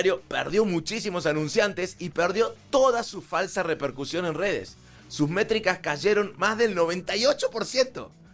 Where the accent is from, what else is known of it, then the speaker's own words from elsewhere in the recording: Córdoba, Argentina; Y no lo digo como cordobés, no lo digo como peronista.